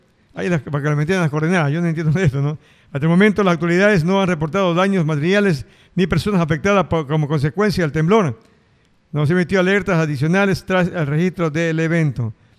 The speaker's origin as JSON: {"language": "Spanish", "country": "Ecuador"}